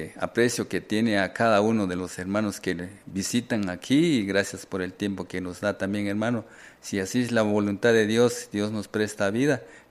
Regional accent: San Juan Comalapa, Chimaltenango, Guatemala; vengo de San Juan, Comalapa. En la iglesia que asisto, ahí en la iglesia Betlehem Centroamericana.

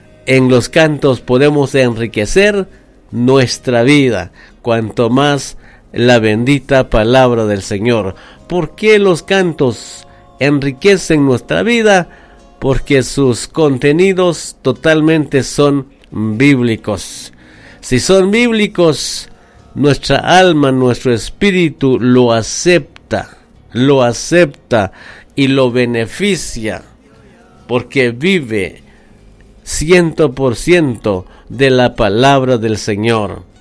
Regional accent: San Raimundo, Guatemala Department, Guatemala; San Raimundo ya es Guatemala, ya es capitalino. Y los fronterizos nos dicen a nosotros que ya somos capitalinos, ¿sí?

